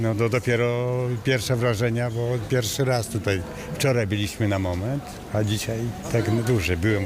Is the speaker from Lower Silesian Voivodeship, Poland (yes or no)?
yes; Wrocław, Lower Silesian Voivodeship, Poland; Jestem z Wrocławia.